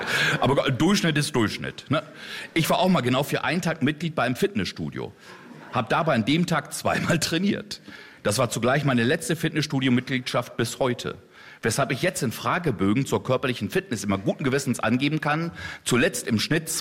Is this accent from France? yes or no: no; Osnabrück, Lower Saxony, Germany; in meiner Kindheit in Osnabrück.